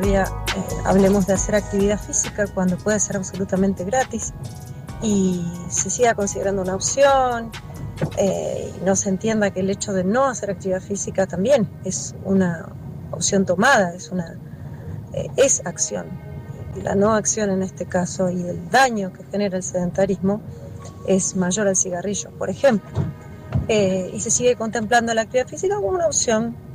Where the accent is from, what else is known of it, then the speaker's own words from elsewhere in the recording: Argentina; Ya que en nuestro caso, al menos como argentinos, tenemos terreno mucho